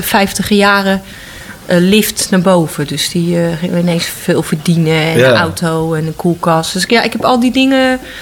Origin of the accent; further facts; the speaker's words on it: Utrecht, Netherlands; born there; Ik ben op de Oude Gracht geboren.